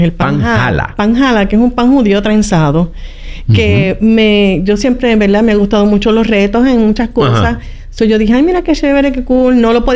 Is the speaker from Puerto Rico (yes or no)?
yes; Sabana Grande, Puerto Rico; also born or lived in Mayagüez; Soy mayagüezana de nacimiento, pero toda mi vida me crié en Sabana Grande.